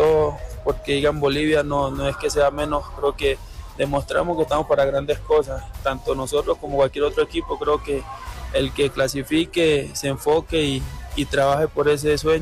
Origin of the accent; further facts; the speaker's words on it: Chocó, Colombia; Creo que no deja de ser difícil por ser de Colombia y más que todo el Chocó, donde siempre fue muy fuerte todo.